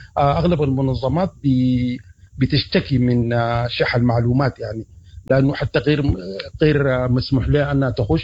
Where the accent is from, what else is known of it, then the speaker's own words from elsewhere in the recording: Sudan; من حقنا كسودانيين أنه نفتخر ونحن رافعين رأسنا فوق